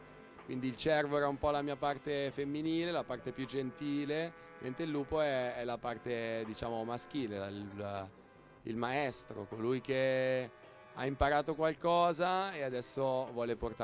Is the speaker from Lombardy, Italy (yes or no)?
yes; Lombardy, Italy; born there; io essendo nato nei boschi della provincia di Lecco